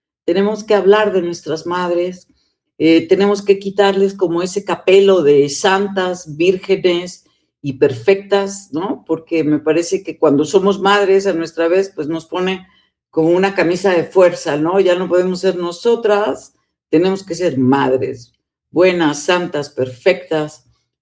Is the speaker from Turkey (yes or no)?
no; Mexico